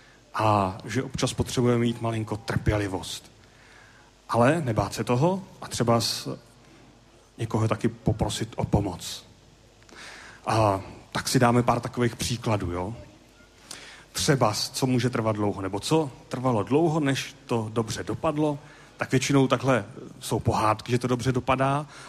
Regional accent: Prague, Czechia; já mám takovej svůj osobní příběh, protože já jsem z Prahy

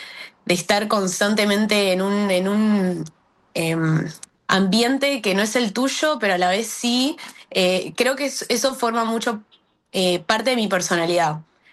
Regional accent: La Plata, Buenos Aires Province, Argentina; moved away as an adult; also born or lived in Dublin, Ireland; now in Valencia, Spain; Nací en La Plata y estoy en Europa hace 4 años ya. Primero me mudé a Dublín como una cosa de experiencia de vida.

